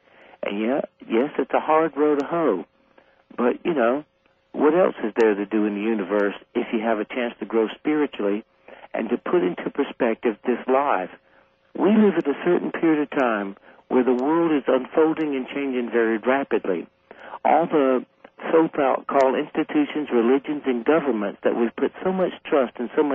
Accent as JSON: {"language": "English", "region": "Deep South", "country": "United States", "tie": "born or raised there", "said": "growing up in the Deep South."}